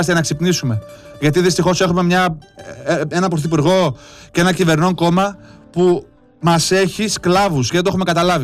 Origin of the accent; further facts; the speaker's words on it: Northern Greece, Greece; εγώ είμαι από τη Βόρεια Ελλάδα